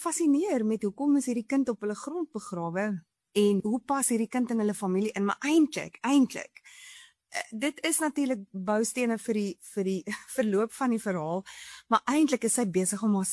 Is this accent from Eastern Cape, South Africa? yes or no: no; Bloubergstrand, Western Cape, South Africa; now in Melkbosstrand, South Africa; Dit speel in 2018 af, so dis 'n hedendaagse verhaal in Bloubergstrand wat my Tuisdorp is nou woon in Melkbos, maar ek werk in Blouberg, dis maar my hartsplek.